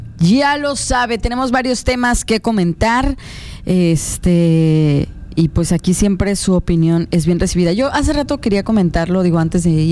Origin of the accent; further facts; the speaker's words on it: Mexico; somos mexicanos